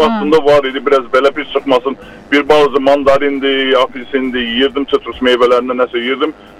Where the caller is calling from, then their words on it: Baku, Azerbaijan; mən özüm də Bakılıyam.